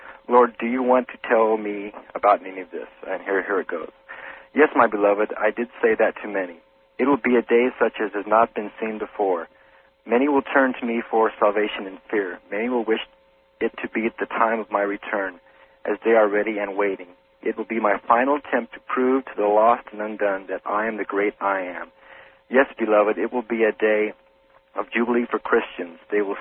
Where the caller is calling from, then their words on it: Phoenix, Arizona, United States; Phoenix, Arizona.